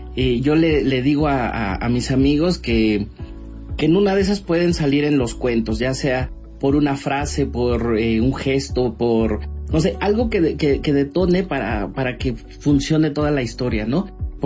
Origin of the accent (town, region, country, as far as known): Mexico